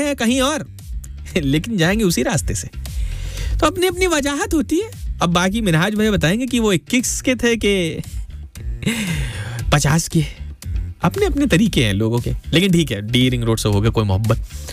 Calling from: Bahrain; अस्सलाम वालेकुम भाई, मैं बहरीन से हूँ और सुन रहा हूँ

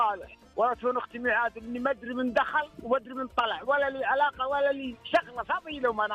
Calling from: Dammam, Eastern Province, Saudi Arabia; من الدمام.

